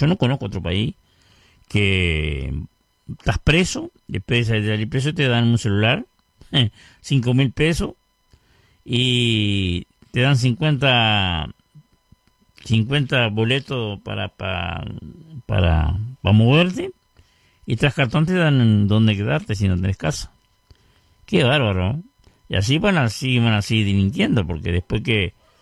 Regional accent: Uruguay; Yo confío en nuestro país, por supuesto, soy uruguayo, ¿no?

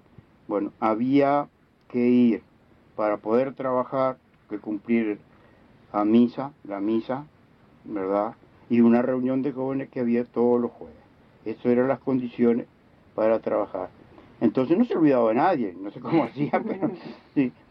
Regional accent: Vergara, Treinta y Tres, Uruguay; born or raised there

